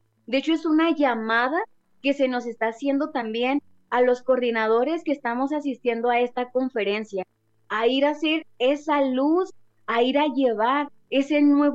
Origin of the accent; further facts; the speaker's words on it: Mexico; creo que todos los que venimos de México es nuestra primera conferencia.